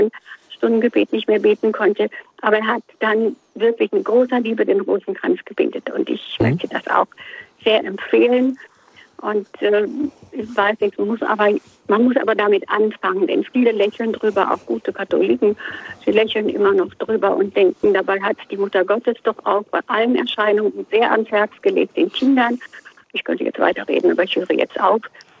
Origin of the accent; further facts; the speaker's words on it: Leipzig, Saxony, Germany; born there; also born or lived in Silesia; now in near Osnabrück, Germany; Ich war als Kind in Leipzig nach Flucht und Vertreibung, bin da in die Schule gegangen und ich war sehr glücklich, dass wir da eine gute katholische Gemeinde hatten mit einem gütigen alten Priester.